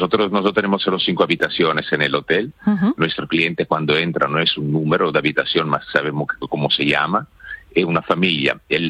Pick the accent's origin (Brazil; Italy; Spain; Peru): Italy; Spanish is a second language; moved away; Perdóname que soy italiano, alguna palabra me la pierdo.